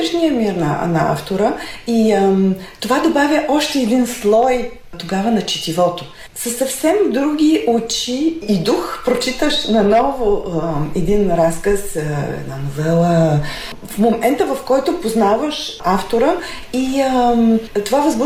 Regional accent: Varna, Varna Province, Bulgaria; now in Brussels, Belgium; Във Варна имаме алеята на книгата, аз съм варненка родом.

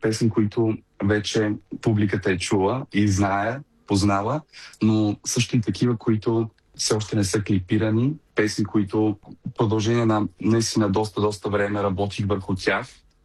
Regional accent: Burgas, Burgas Province, Bulgaria; аз съм си бургазлия, тръгнал съм си от Бургас, от бургаската школа, от бургаското музикално училище и някакси Бургас ми е моя си град, моето място.

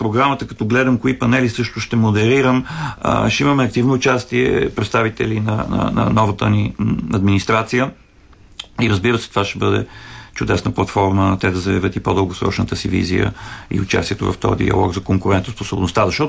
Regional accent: Sofia, Sofia City, Bulgaria; говоря вече като софиянец

